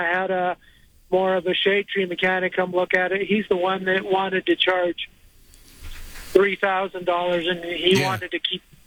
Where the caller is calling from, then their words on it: Castle Rock, Colorado, United States; I'm from Castle Rock